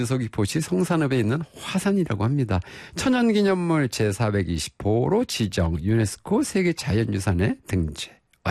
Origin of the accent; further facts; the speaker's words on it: Ganseong, Gangwon, South Korea; born there; moved away; 제가 고향이 태어난 곳이 강원도 저 북쪽 가까운 곳 고성 간성이라는 곳에 태어났거든요.